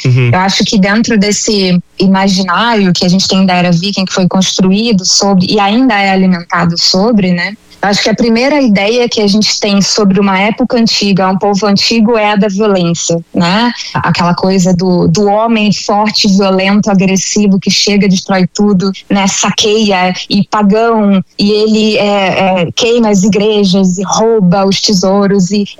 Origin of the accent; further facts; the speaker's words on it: Rio de Janeiro, Brazil; now in Norway; como carioca que vive na Noruega